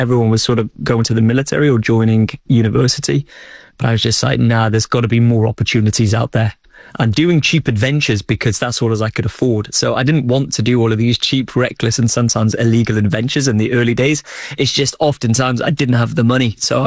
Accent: Old Colwyn, Wales, United Kingdom; born or raised there

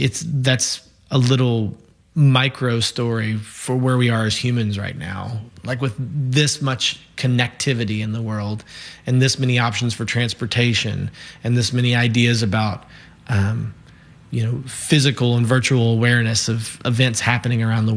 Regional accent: Lexington, Kentucky, United States; my hometown, Lexington, Kentucky

